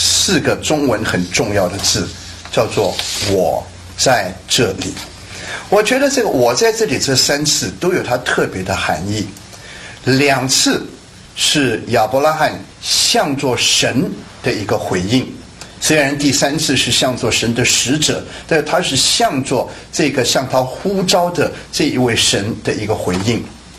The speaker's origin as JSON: {"language": "Chinese", "country": "China", "said": "要他把他的我们中国人说老来子"}